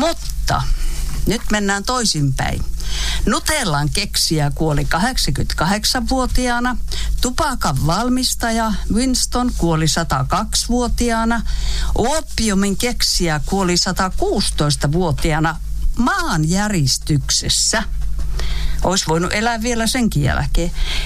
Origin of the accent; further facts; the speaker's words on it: Estonia; now in Finland; Toinen vasta, ei haittaa, minä olen Virosta.